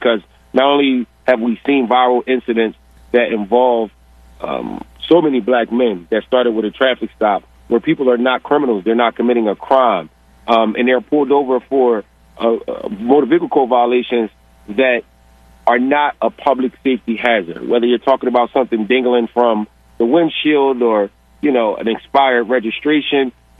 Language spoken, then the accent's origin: English; Philadelphia, Pennsylvania, United States; For a lot of us growing up in Philadelphia, getting pulled over by the police was honestly a rite of passage.